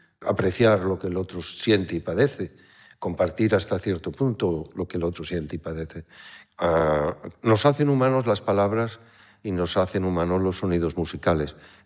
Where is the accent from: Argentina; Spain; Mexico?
Spain; Zaragoza, Aragon; born there; first language Spanish; Yo nací aquí en las calles de Zaragoza